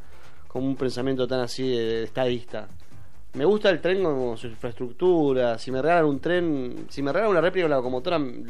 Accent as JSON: {"language": "Spanish", "region": "Buenos Aires", "country": "Argentina", "said": "yo como porteño"}